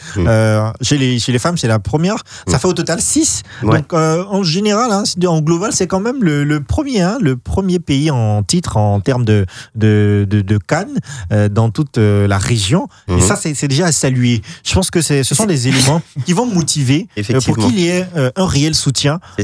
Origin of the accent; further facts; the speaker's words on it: Côte d’Ivoire; j'y arrive en tant que bon Ivoirien.